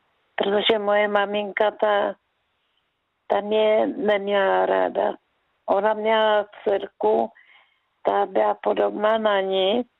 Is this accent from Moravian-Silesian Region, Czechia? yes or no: no; Velké Karlovice, Zlín Region, Czechia; born there; jsem měla teď se do Velké Karlovic, kde je moje rodiště.